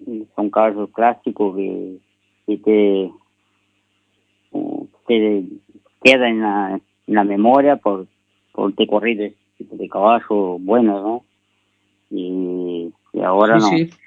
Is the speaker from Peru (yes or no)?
no; Brazil; now in Uruguay; La verdad que yo me siento como un uruguayo más, puede ser brasileño, pero hace 19 años que estoy acá, y me siento como un uruguayo más